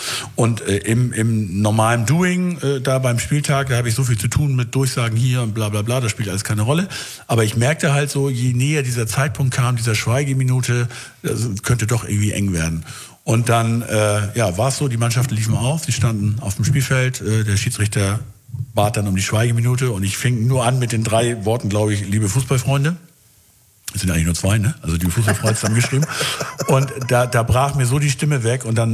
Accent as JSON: {"language": "German", "town": "Schleswig", "region": "Schleswig-Holstein", "country": "Germany", "tie": "born or raised there", "said": "Also in Schleswig, ich komme ja aus Schleswig, bin geborener Schleswiger."}